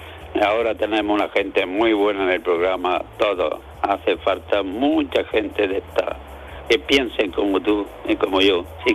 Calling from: Almuñécar, Andalusia, Spain; de Almuñécar.

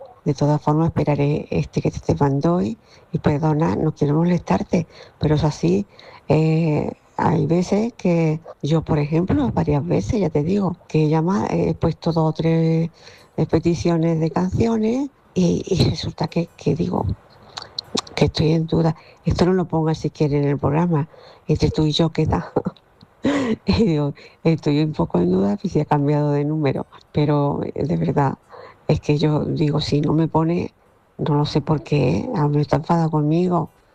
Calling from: Córdoba, Andalusia, Spain; de Córdoba.

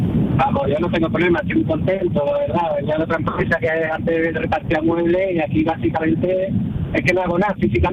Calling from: Seville, Andalusia, Spain; yo vivo en Sevilla, en Triana.

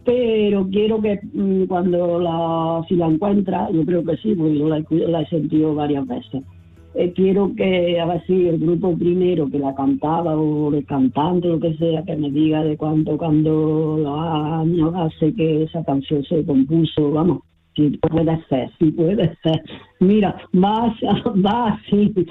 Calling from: Córdoba, Andalusia, Spain; Buenas tardes, mira … de Córdoba.

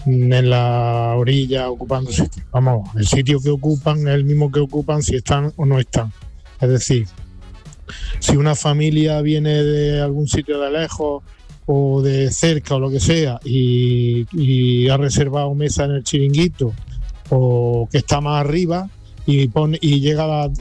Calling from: Madrid, Community of Madrid, Spain; de Madrid.

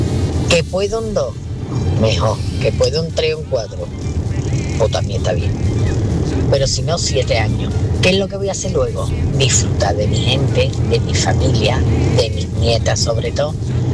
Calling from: Seville, Andalusia, Spain; de Sevilla. Pues yo creo que me quedan para jubilarme unos 7 años.

